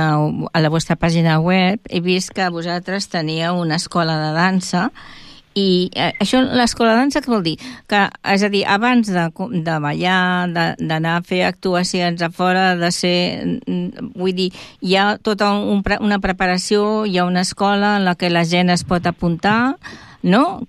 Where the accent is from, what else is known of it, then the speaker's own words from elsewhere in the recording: Barcelona, Catalonia, Spain; born there; moved away as an adult; now in Tordera, Spain; jo soc barcelonina, i havia estat en un esbar al barri d'Horta.